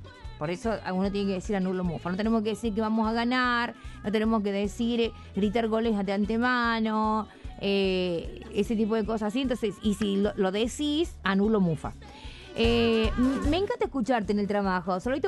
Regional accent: Mendoza, Argentina; Bueno, … … de Mendoza.

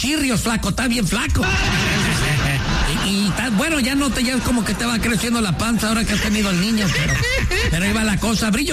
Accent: Michoacán, Mexico; Pues a huevo, yo soy de Michoacán, ando a patarraíz, soy de los que andan a pie.

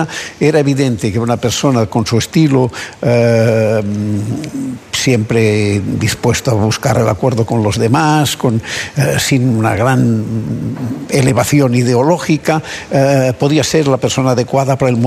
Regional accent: Catalonia, Spain; Un poco difícil, hace porque yo soy ciudadano de España, pero catalán, que es distinto, pero bueno.

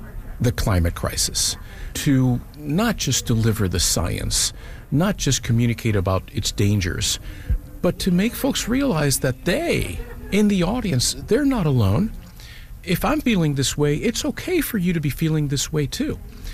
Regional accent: Puerto Rico; moved away; I'm Puerto Rican, and I grew up in Puerto Rico. Hurricanes and tropical cyclones were a part of my upbringing down there.

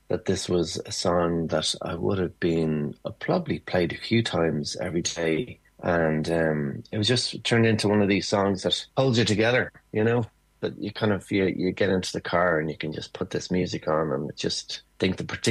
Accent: Ireland; And I suppose as Irish people, we have a sense of we are rare in the Western world as a country that never colonized

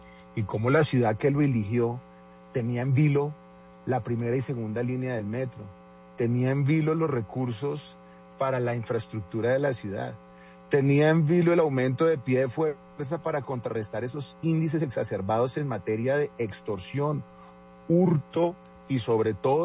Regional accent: Bogotá, Bogotá D.C., Colombia; Yo, como bogotano, como ciudadano, como concejal de Bogotá

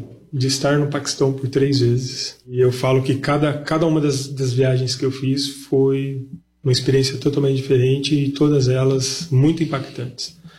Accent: Brazil

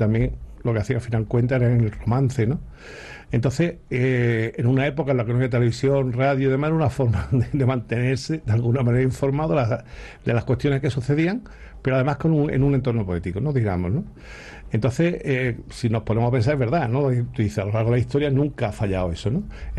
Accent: Andalusia, Spain

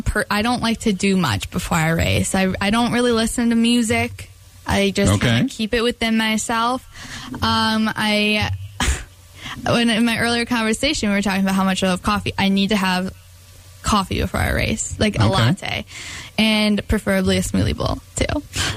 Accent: Eagle River, Wisconsin, United States; moved away; Yes, I was from Northland Pines, Eagle River. So a small community, but really supportive community.

